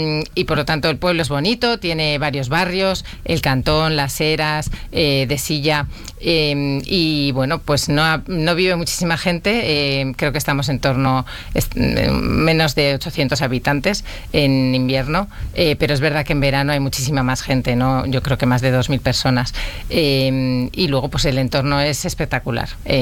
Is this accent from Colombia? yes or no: no; Burgos, Castile and León, Spain; born there; Realmente yo nací en Burgos, pero desde pequeñita, desde que nací, incluso mi familia veraneaba allí antes de que yo naciera